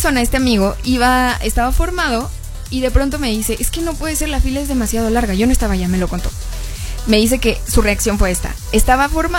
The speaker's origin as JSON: {"language": "Spanish", "country": "Mexico"}